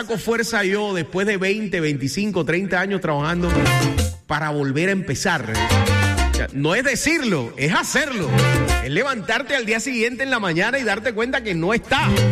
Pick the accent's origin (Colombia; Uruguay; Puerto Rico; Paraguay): Colombia; Eso somos los colombianos.